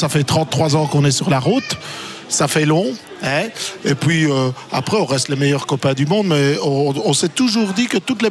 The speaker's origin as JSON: {"language": "French", "town": "Liège", "region": "Wallonia", "country": "Belgium", "said": "on vient de Liège."}